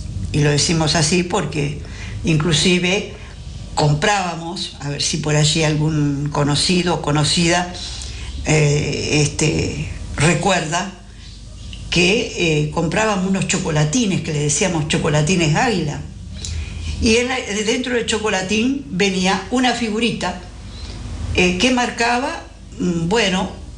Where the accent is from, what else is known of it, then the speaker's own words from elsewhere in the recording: Uruguay; siendo uruguayos